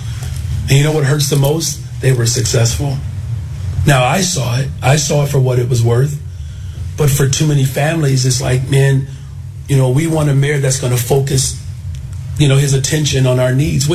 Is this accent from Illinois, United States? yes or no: yes; Chicago, Illinois, United States; as a Chicagoan, especially as a Black Chicagoan